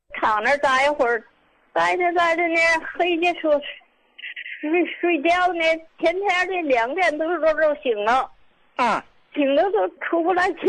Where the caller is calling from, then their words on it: Qinhuangdao, Hebei, China; 我是秦皇岛的